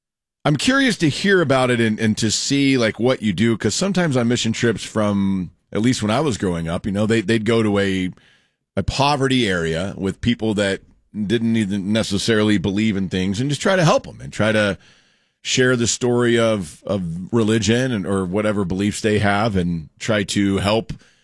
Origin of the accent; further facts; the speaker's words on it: Rockwall, Texas, United States; I grew up, as everybody knows, I grew up in Rockwall.